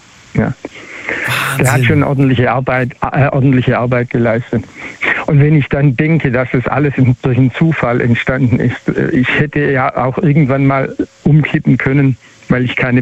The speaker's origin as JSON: {"language": "German", "region": "Baden-Württemberg", "country": "Germany", "said": "Als Schwabe, nein."}